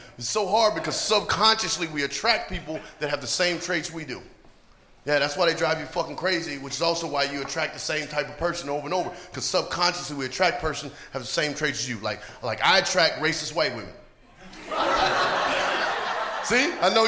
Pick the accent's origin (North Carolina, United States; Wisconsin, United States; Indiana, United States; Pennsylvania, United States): North Carolina, United States; But I'm from the South. I'm from Atlanta, went to school, I'm from North Carolina, went to school in Atlanta.